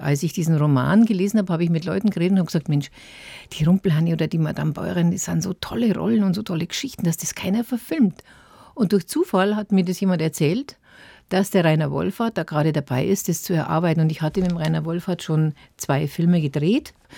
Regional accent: Bavaria, Germany; Also, erstmal, ich bin da geboren und aufgewachsen, das ist meine Heimat.

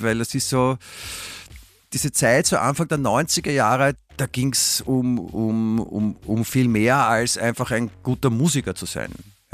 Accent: Stuttgart, Baden-Württemberg, Germany; born there; und ich bin ja in Stuttgart geboren

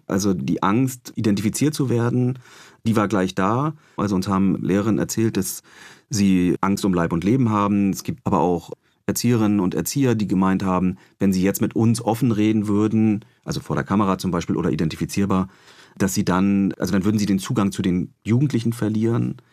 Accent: East Germany, Germany; Und also ich habe damals schon, ich komme selber aus Ostdeutschland, gemerkt, da kippt was.

